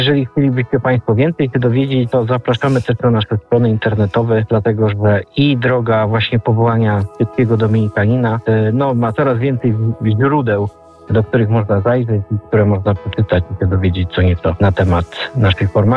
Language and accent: Polish; Poznań, Greater Poland Voivodeship, Poland; now in Warsaw, Poland; Pochodzę z Poznania, ale mieszkam w Warszawie.